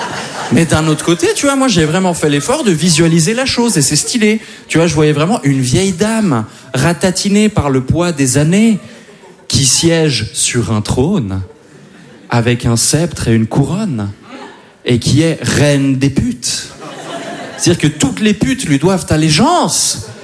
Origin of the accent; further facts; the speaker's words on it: Switzerland; born there; Mais je suis né en Suisse, effectivement. En revanche, comme beaucoup de Suisses, je ne suis pas que Suisse. Je suis petit-fils d'immigrés, petit-fils de réfugiés